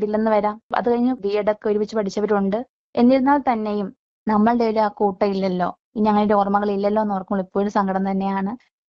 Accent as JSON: {"language": "Malayalam", "town": "Kottarakkara", "region": "Kerala", "country": "India", "tie": "born or raised there", "said": "ഞാൻ കൊട്ടാരക്കര സ്വദേശിനി"}